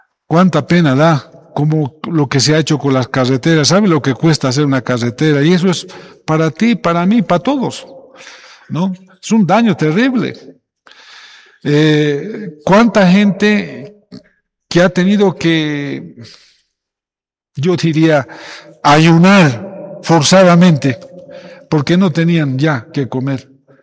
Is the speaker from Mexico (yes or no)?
no; Bolivia; No podemos destruirnos así como bolivianos, no podemos seguir viviendo así.